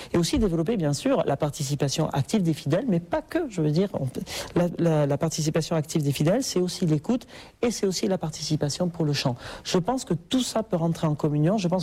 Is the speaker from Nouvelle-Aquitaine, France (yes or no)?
yes; Nouvelle-Aquitaine, France; Puisque, si vous voulez, en grandissant au Pays Basque, donc on a un répertoire de cantiques qui est très différent des cantiques français.